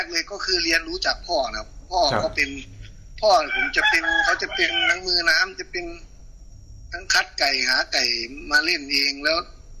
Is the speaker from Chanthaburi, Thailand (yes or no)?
no; Det Udom, Ubon Ratchathani, Thailand; พื้นเพเป็นคนจังหวัดอุบลครับพี่